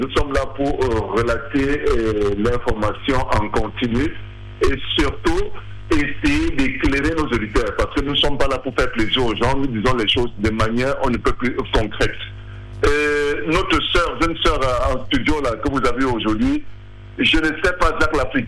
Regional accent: Cameroon; chez nous au Cameroun

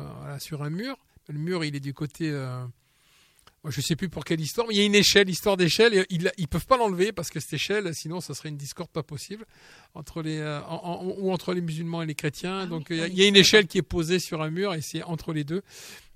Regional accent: Rimini, Emilia-Romagna, Italy; Je suis plus de l'autre côté sur l'Adriatique. Moi, je suis côté de Rimini.

